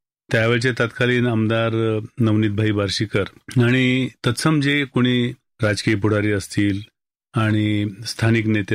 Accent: Ahmednagar, Maharashtra, India; also born or lived in Karjat; मी नगरमध्येच जन्मलो. माझा जन्म गंगाधर गुणे आयुर्वेद हॉस्पिटल इथे झाला.

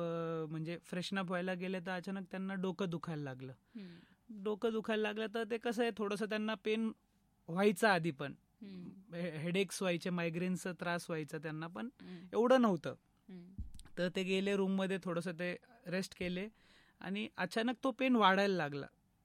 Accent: Ahmednagar, Maharashtra, India; हो, मी नगरचा आहे.

